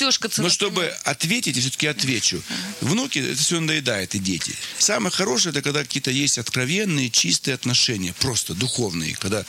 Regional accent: Russia

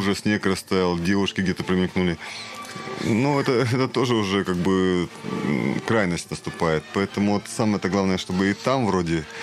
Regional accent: Siberia, Russia; мы вообще из Сибири, из берегов Байкала.

